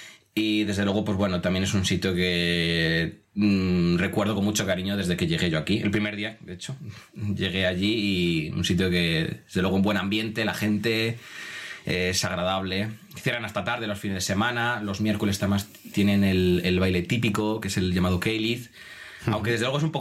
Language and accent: Spanish; Segovia, Castile and León, Spain; moved away as an adult; now in Edinburgh, United Kingdom; yo soy natural de Segovia, de toda la vida. He estado viviendo toda mi vida allí, 25 años